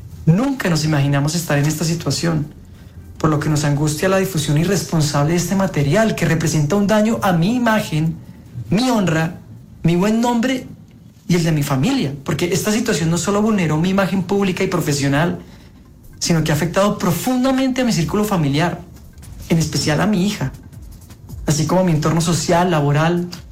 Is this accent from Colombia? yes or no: yes; Colombia; soy actor colombiano.